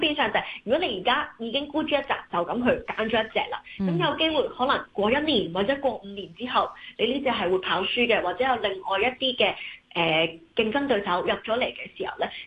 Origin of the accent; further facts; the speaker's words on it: China; 因為始終我哋成日都講我哋中國人啦，咁揸金啦